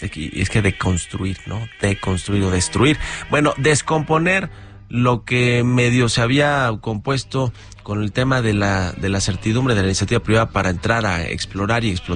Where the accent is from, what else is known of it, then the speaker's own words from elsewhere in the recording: Mexico; lo que sí somos es que somos muy mexicanos los mexicanos